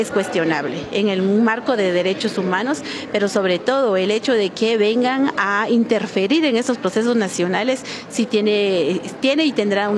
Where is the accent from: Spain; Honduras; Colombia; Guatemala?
Guatemala; seguimos siendo guatemaltecos